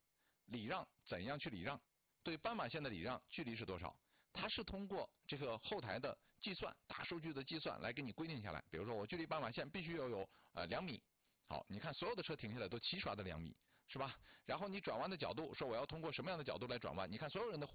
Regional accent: Yushu, Jilin, China; moved away; 舒兰离我的老家也很近，小的时候去舒兰也比较多，从我们榆树去舒兰的那条路啊特别不好走

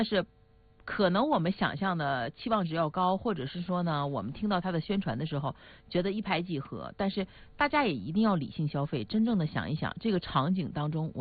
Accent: Northeast China, China; accent: Northeastern Mandarin; 然后呢就是由于是用我们东北话说，我这是玻璃盖嘛

